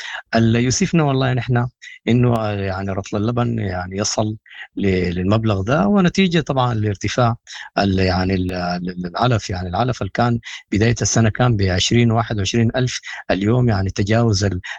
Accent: Sudan; نحن يعني كسودانيين إلى متى تستمر هذه المعاناة

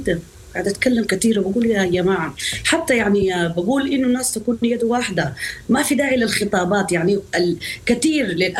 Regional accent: Sudan; وكلنا سودانيين

